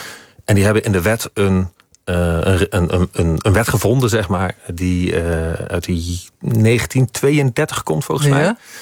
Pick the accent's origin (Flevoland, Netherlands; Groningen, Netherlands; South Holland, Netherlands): South Holland, Netherlands; Schiedam; ik kom zelf uit Schiedam.